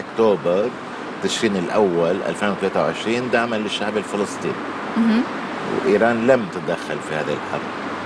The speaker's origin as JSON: {"language": "Arabic", "country": "Lebanon"}